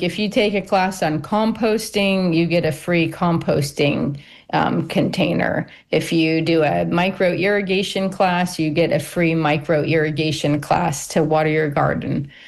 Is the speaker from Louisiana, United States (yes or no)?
no; Pennsylvania, United States; moved away; And our seasons here are kind of backwards, like than what I grew up in Pennsylvania.